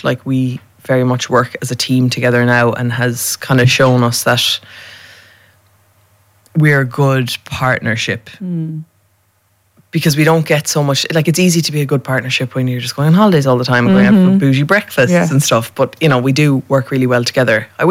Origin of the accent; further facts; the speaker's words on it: Cork, Munster, Ireland; moved away; I'm from Cork.